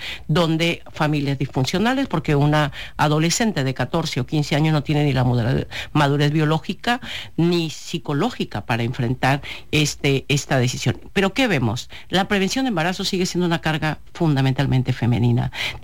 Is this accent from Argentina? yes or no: no; Culiacán, Sinaloa, Mexico; me construí aquí, nací en Culiacán, he sido una mujer que aquí ha estado, aquí ha luchado, mi familia, mis proyectos aquí se han desarrollado